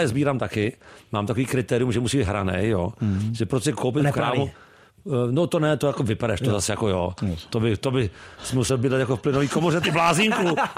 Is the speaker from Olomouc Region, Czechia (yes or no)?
no; Prague, Czechia; born or raised there